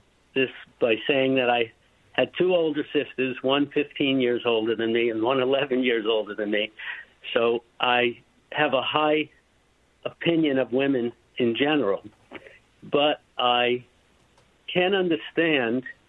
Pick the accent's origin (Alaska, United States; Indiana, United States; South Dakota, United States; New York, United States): New York, United States; Queens; I grew up in Queens, so I saw this guy from the beginning, how he abused people.